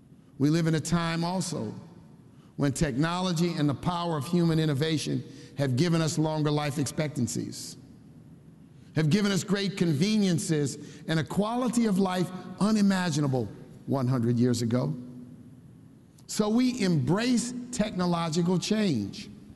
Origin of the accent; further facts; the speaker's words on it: United States; I was born in a segregated hospital, and I grew up as a boy in a segregated city, one that was more than 40% black